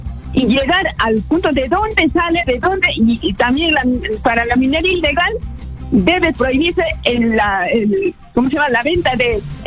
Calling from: Apurímac, Peru; Estoy llamando desde Apurímac

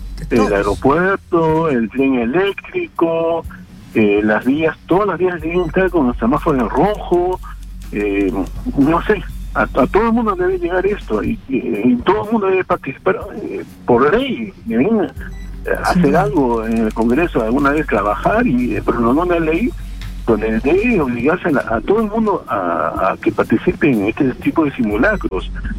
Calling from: Lima, Peru; llamo de Magdalena del Mar.

